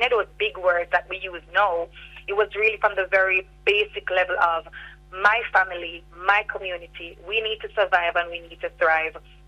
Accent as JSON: {"language": "English", "area": "Rio Grande Valley", "region": "Portland", "country": "Jamaica", "tie": "born or raised there", "said": "So I was born and raised in Portland. I am from the Rio Grande Valley."}